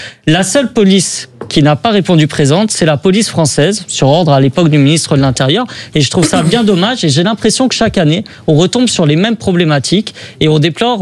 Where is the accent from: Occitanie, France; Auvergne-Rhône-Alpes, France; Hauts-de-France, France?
Occitanie, France; Toulouse; je le sais puisque je suis toulousain, a été supprimée à Toulouse par M. Sarkozy